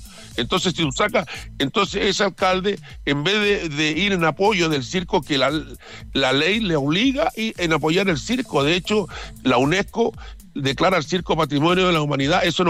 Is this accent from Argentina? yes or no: no; Chile; en Chile la gente somos muy chilenos, es la gran verdad.